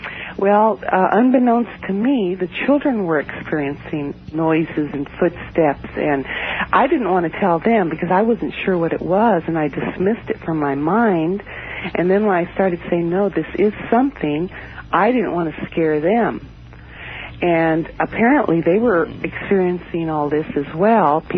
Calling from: Alameda, California, United States; Morning, from Alameda, California, outside of San Francisco.

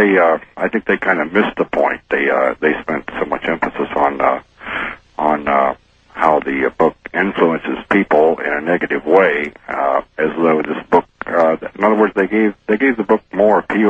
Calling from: Tallmadge, Ohio, United States; I'm calling from Talmadge, Ohio.

